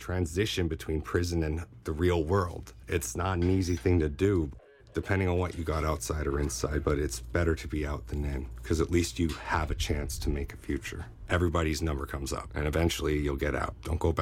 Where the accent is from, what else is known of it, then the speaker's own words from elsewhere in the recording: Vancouver, British Columbia, Canada; I'm from the Cayucachec Lhasset tribe in Vancouver, British Columbia.